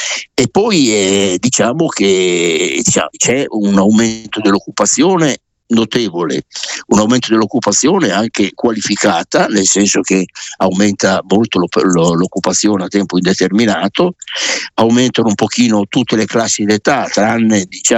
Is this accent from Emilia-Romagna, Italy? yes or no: yes; Emilia-Romagna, Italy